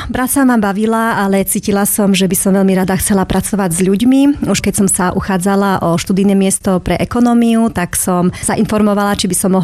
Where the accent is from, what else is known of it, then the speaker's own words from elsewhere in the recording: Košice, Košice Region, Slovakia; som rodačka z Košic. Žila som tu 21 rokov